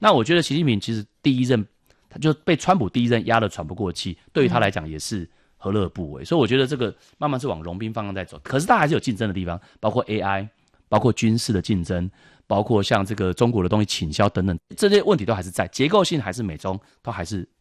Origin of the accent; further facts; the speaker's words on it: Taiwan; 2000年我在美国读书留学的时候，那时候我讲台湾 ，I'm from Taiwan， 大部分美国人会以为我是从泰国来的